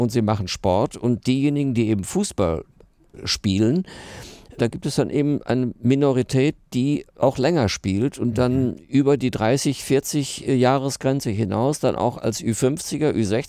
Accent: Herne, North Rhine-Westphalia, Germany; Und ich stamme aus Herne und Hans Tilkowski war mein Idol.

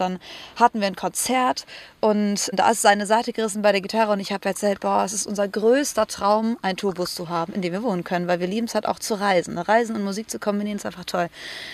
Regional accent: Cologne, North Rhine-Westphalia, Germany; Ich komme hier aus Köln

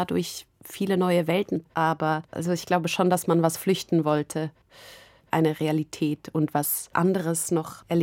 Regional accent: Zurich, Switzerland; Und klar, Zürich wird immer meine Heimat in dem Sinn bleiben.

